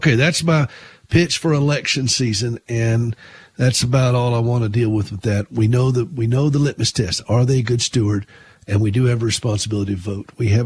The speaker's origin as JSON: {"language": "English", "region": "South Carolina", "country": "United States", "tie": "born or raised there", "moved": "yes", "said": "my hometown there in South Carolina"}